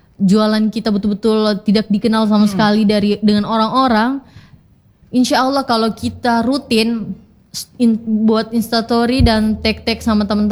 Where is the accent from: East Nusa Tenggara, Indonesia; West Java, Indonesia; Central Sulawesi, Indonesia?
Central Sulawesi, Indonesia; Mamboro; Oh ternyata di Mamboro. Saya ini orang Mamboro di mananya?